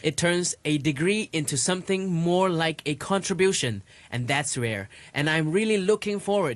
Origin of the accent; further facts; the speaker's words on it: Bangladesh; now in Hong Kong; I'm from Bangladesh.